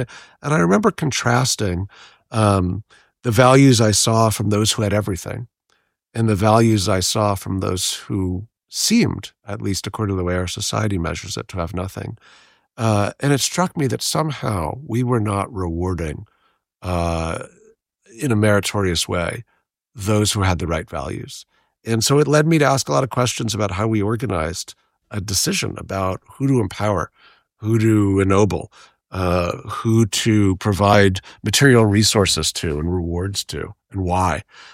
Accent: New York, United States; born or raised there

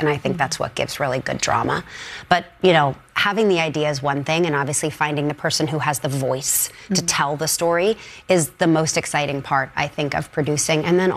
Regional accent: New York, United States; born and bred in New York.

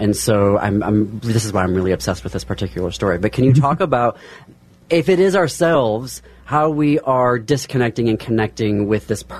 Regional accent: Midwest, United States; as a queer kid, growing up in the Midwest and then having, you know, an Armenian family that was across the ocean

